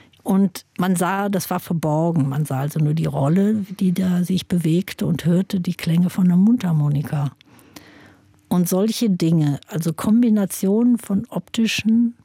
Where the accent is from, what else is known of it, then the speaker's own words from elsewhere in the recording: Krefeld, North Rhine-Westphalia, Germany; dass in meiner Heimatstadt Krefeld ein Amateurtheater, das Theater am Marienplatz gibt.